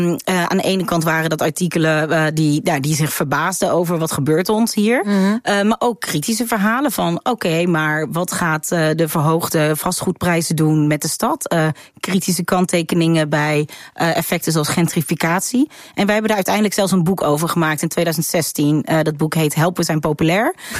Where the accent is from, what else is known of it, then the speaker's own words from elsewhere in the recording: Rotterdam, South Holland, Netherlands; Je moest als Rotterdammer vroeger uitleggen waarom je vrijwillig in Rotterdam woont en het ook nog leuk vindt.